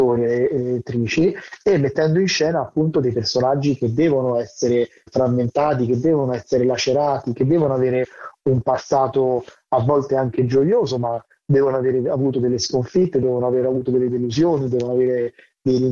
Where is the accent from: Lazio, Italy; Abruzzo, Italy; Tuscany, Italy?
Lazio, Italy; Rome; born or raised there